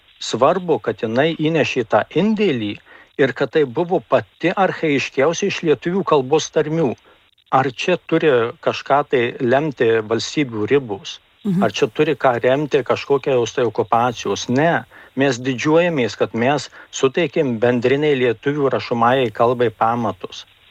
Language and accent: Lithuanian; Marijampolė, Marijampolė County, Lithuania; Mes esam lietuviai suduviai ir dar jeigu patikslint Marijampolietis esu